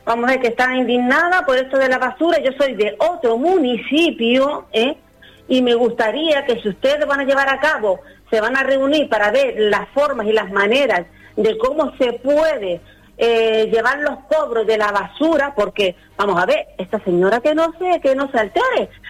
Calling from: Firgas, Canary Islands, Spain

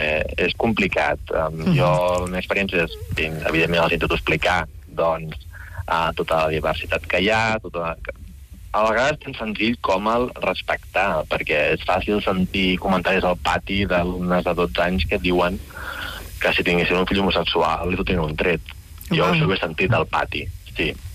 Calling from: Barcelona, Catalonia, Spain; jo soc de Barcelona, treballo a Sabadell

